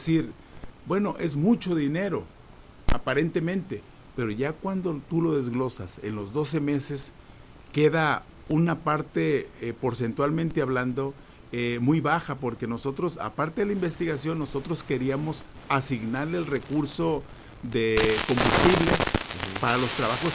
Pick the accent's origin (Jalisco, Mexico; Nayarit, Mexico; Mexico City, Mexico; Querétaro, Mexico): Nayarit, Mexico; Mexcaltitán; estoy hablando de la zona de Mezcalvitán, de mi pueblo de origen